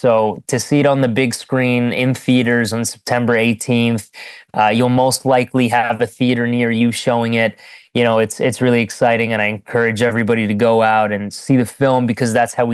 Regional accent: Egypt; first language Arabic; English is a second language; moved away; I went back to Egypt, which is where I'm from, to do an Arabic language film, my first ever Arabic language film. So this is in my native tongue

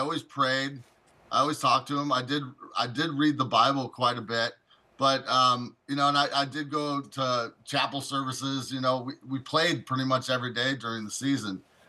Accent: Morris, Illinois, United States; also born or lived in Joliet; Yeah, both my parents and grandparents were from Joliet. I was born there, and I was raised in Morris, Illinois, and my parents and I are still here to this day.

